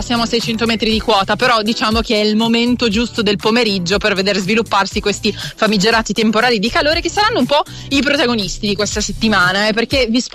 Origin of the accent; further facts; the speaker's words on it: Calabria, Italy; moved away; Però ci tengo a specificare: mio paese è la Calabria.